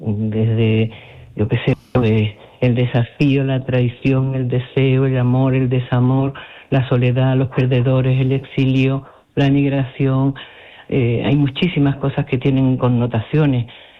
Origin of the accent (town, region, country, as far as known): Andalusia, Spain